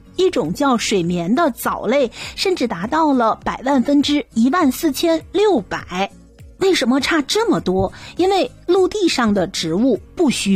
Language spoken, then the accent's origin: Chinese; Canada; 这件事听起来像是咱们加拿大人在开玩笑